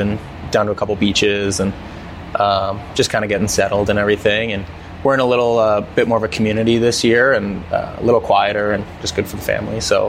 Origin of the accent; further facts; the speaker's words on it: Canada; I'm Canadian.